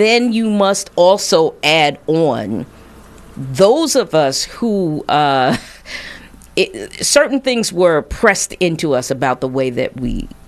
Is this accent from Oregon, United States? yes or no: no; Philadelphia, Pennsylvania, United States; accent: Philadelphia; It's that elongated E in words that I don't hear a lot of other Philadelphians say.